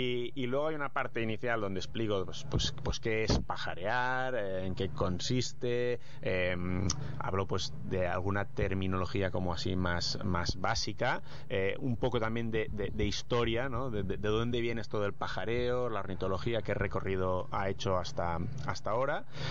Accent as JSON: {"language": "Spanish", "region": "Catalonia", "country": "Spain", "said": "en Cataluña no tenemos la traducción"}